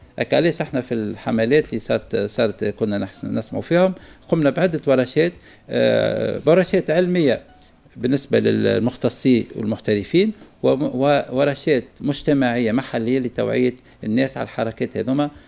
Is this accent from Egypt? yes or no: no; Tunisia; احنا تونسي